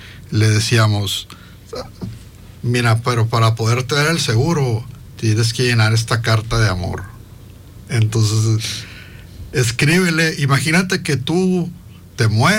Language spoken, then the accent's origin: Spanish; Hermosillo, Sonora, Mexico; born there; Yo nací en Hermosillo, Sonora. Y nací en Hermosillo, Sonora. Mi mamá es de Hermosillo, Sonora.